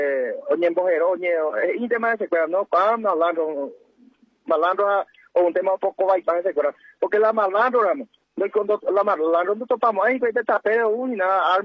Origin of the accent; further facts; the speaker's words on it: Paraguay; como paraguayo, como indígena, como nativo